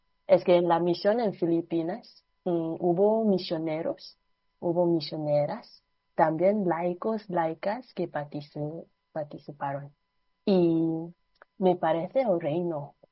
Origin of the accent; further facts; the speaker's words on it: Singapore; moved away as an adult; also born or lived in Taiwan; now in Spain; soy de Singapur, pero suele pasar que me confunden. Es que viví como 4 años en Taiwán.